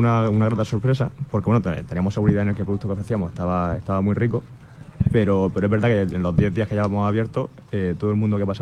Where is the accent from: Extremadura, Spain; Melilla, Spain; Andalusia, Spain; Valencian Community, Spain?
Andalusia, Spain; Almería; Somos de Almería.